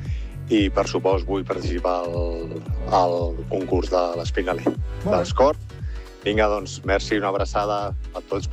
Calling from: Sant Joan de Vilatorrada, Catalonia, Spain; de Sant Joan de Vilatorrada

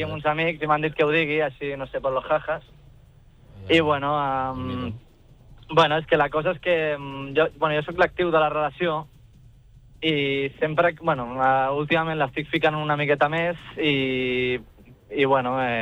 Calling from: Lleida, Catalonia, Spain; bueno, sóc de Lleida

